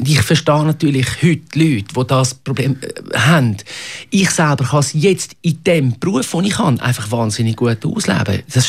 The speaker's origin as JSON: {"language": "German", "country": "Switzerland", "also_born_or_lived": "Salzburg", "moved": "as an adult", "said": "ich wollte weg aus der Schweiz. Als junger Schweizer willst du auch mal weg"}